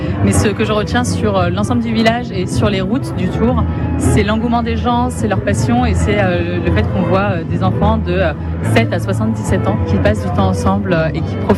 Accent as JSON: {"language": "French", "region": "Grand Est", "country": "France", "tie": "born there", "said": "je suis née en Haute-Marne"}